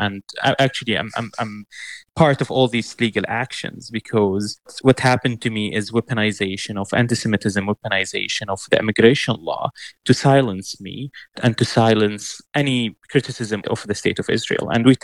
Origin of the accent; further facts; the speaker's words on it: Syria; English is a second language; moved away as an adult; also born or lived in Lebanon; As you explained, I was born and raised in Syria for 18 years I lived there, but I was never really like Syrian.